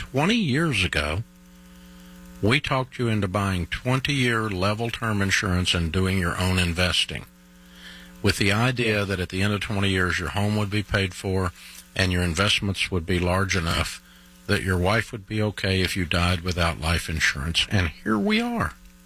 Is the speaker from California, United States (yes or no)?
no; Effingham, Illinois, United States; Hi. I'm actually from Effingham, Illinois.